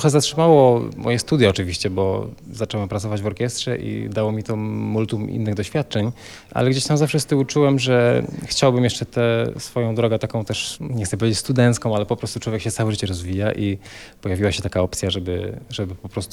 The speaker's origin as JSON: {"language": "Polish", "town": "Łódź", "region": "Łódź Voivodeship", "country": "Poland", "said": "Ja jestem z Łodzi"}